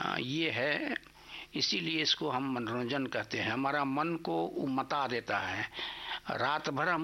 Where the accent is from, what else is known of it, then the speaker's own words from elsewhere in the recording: Jharkhand, India; हमारी देश जो है गांवों का देश है, और झारखंड भी हमारा गांवों का मैंने राज है, शहर तो गिन चुन के हैं।